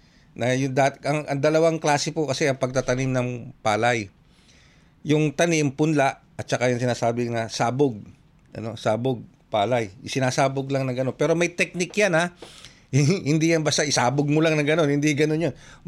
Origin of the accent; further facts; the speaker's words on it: Central Luzon, Philippines; Sa totoo lang, taga Region 3 po ako, taga Tarlac ako.